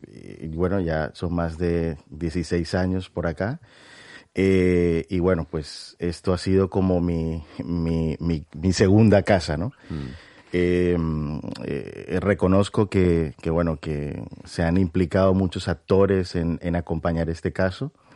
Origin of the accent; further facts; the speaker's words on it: Colombia; now in Spain; yo tengo pues la doble nacionalidad, soy colombiano, pero también tengo la nacionalidad del Estado español